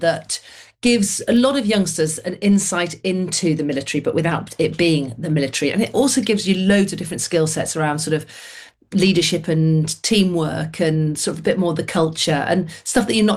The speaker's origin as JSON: {"language": "English", "town": "Manchester", "region": "North West England", "country": "United Kingdom", "tie": "born or raised there", "said": "So growing up in Manchester in the 1970s, basically the Air Cadets, which is a fantastic youth organisation, still running today, they opened their doors to girls and I joined."}